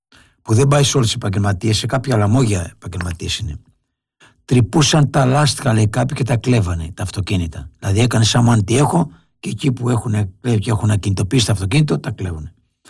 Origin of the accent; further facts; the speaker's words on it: Englouvi, Ionian Islands, Greece; moved away; Εγώ είμαι από Εγκλουβί.